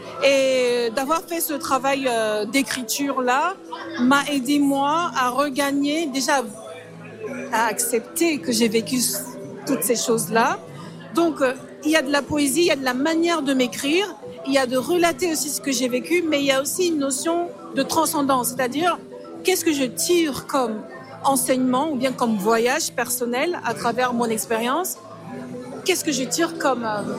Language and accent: French; Cameroon